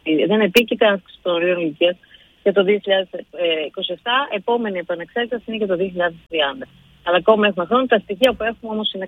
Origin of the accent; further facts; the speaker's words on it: Thessaloniki, Central Macedonia, Greece; Προφανώς είναι από τη Θεσσαλονίκη, είναι η πόλη μου, είναι οι άνθρωποι μου εδώ.